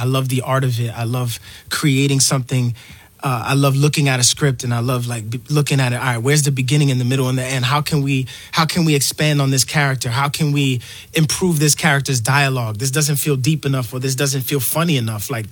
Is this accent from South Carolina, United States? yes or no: no; New York, United States; And I'm from New York, so like I grew up listening to all of these artists, but they were all singing in Spanish.